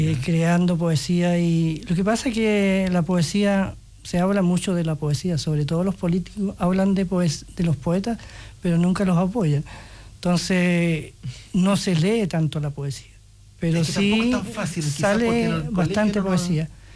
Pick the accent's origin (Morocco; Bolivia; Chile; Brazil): Chile; Coyhaique, Aysén; now in Los Torreones, Chile; Yo nacido en Coyhaique.